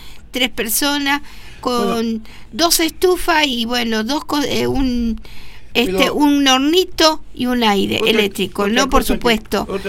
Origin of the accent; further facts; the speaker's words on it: Argentina; como ciudadanos, como argentinos